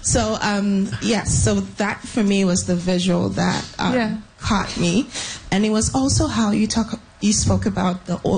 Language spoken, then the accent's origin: English; Nigeria; And for me, I come from a line of black women. I'm a Nigerian woman.